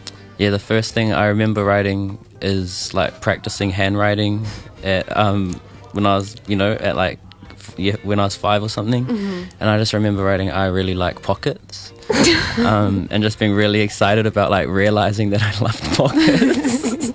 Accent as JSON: {"language": "English", "region": "Auckland", "country": "New Zealand", "tie": "born or raised there", "said": "I whakapapa to Kaitahu, down around the South Island, but I grew up in Manurewa in South Auckland, and now I just hang out mostly central, unless I'm visiting my family back out south"}